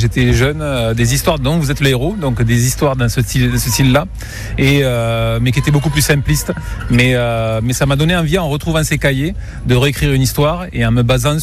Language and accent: French; Toulouse, Occitanie, France; Mais je suis Toulousain de naissance, Toulousain de cœur, Toulousain pour toujours. Donc moi, j'ai vécu à Toulouse et l'histoire de Toulouse m'intéresse.